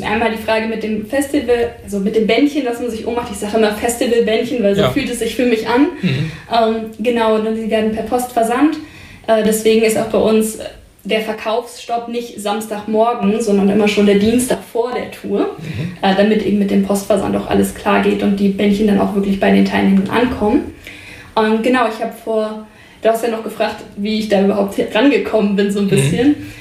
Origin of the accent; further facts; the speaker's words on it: Braunschweig, Lower Saxony, Germany; ich bin 31 Jahre alt, gebürtige Braunschweigerin, also hier auch aufgewachsen und wohne jetzt auch wieder hier.